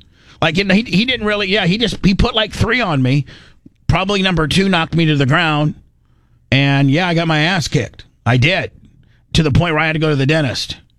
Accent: Midwest, United States; As just a regular kid growing up in the Midwest

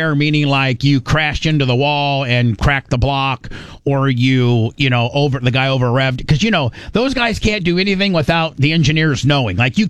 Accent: Indiana, United States; Growing up in Indiana

